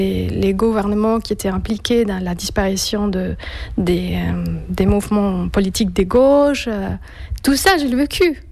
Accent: Bogotá, Colombia; French is a second language; quand j'avais mes premières années jusqu'aux 12 ans. Bah, moi, j'ai vécu l'histoire des Pablo Escobar chez moi à Bogota, où il y avait des bombes

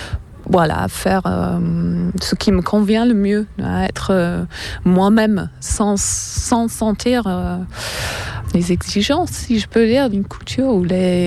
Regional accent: England, United Kingdom; French is a second language; now in France; C'est pas que je me sens plus anglaise, je suis anglaise.

